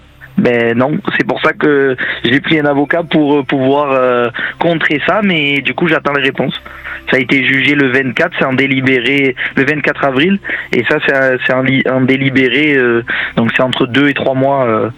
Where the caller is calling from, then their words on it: Provence-Alpes-Côte d'Azur, France